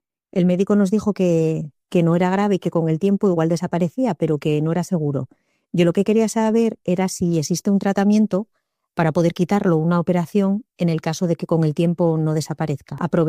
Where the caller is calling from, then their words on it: Oviedo, Asturias, Spain; llamo desde Oviedo.